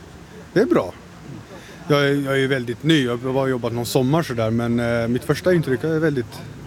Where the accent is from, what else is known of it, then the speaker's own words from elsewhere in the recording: Filipstad, Värmland, Sweden; born there; Sen är jag född i Sverige, andra generationens liksom så här.